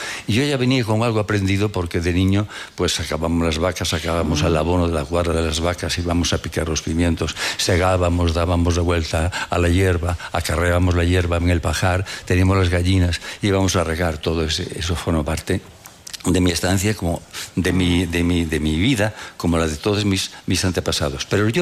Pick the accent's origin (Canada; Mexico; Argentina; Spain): Spain; Castile and León; pero a mí, amigo, El Bierzo, el río Sil, donde aprendiste a nadar, aquel clima, aquellas nieblas